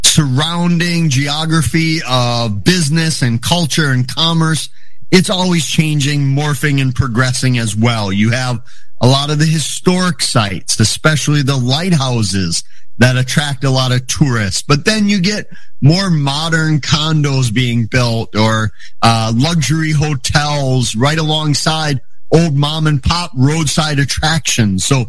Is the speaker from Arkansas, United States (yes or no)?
no; Wisconsin, United States; growing up in Wisconsin, I've always been surrounded by Lake Superior, but it wasn't until my college days that I was actually there at Lake Superior.